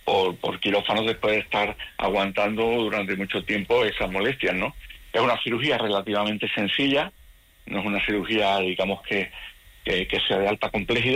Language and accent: Spanish; Paradas, Andalusia, Spain; aunque yo no soy de Aral, soy de Paradas, pero bueno, tengo mi centro médico allí en el Aral, vale.